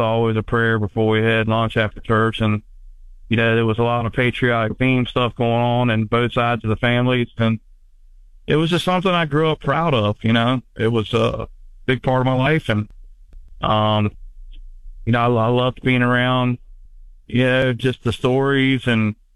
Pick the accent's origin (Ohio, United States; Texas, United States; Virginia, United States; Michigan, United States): Virginia, United States; especially growing up in the Tidewater, Virginia area, with all our, we have Norfolk Naval Base and so many bases around and Army bases but a lot of military presence where I'm from.